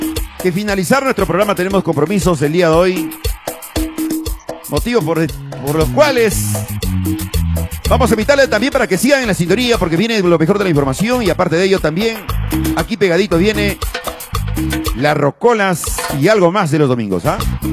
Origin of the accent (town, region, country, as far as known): Peru